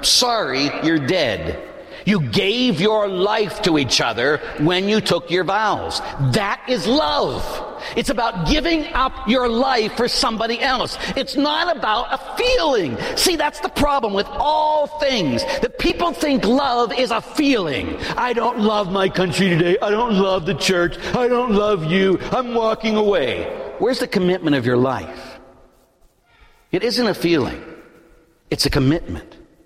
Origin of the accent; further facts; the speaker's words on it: Pittsburgh, Pennsylvania, United States; growing up in Pittsburgh, both my parents were cops